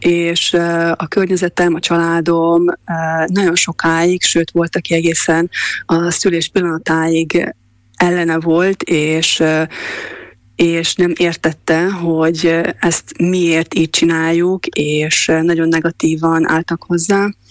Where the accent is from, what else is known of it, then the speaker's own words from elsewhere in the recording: Trnava Region, Slovakia; now in London, United Kingdom; mint otthon Csallóközben.